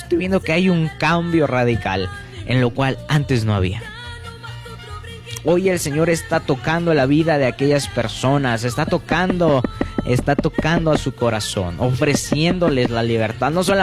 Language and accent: Spanish; Mexico; porque somos mexicanos